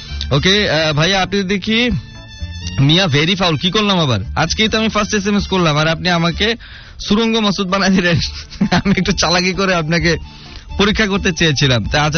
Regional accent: Sandwip, Chittagong Division, Bangladesh; কারণ আমার বাড়ি সন্দ্বীপ থেকে সমুদ্রের একটা দ্বীপ।

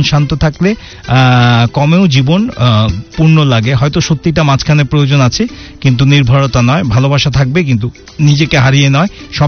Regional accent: Dhaka, Dhaka Division, Bangladesh; moved away; আমি যেহেতু ঢাকার মানুষ

